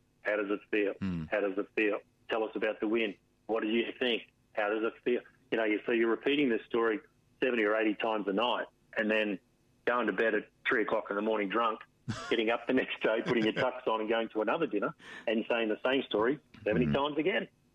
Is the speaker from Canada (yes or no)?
no; Australia; moved away as an adult; also born or lived in Gainesville, Florida; being anonymous again as an Australian in a Division I school in Florida